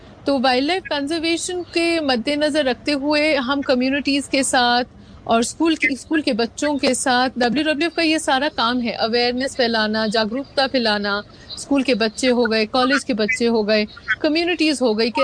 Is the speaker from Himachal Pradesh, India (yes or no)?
yes; Shimla, Himachal Pradesh, India; और मैं जैसे आपने कहा कि मैं शिमला से हूँ, तो मेरे पास जो कारोबार है वो हिमाचल स्टेट का है।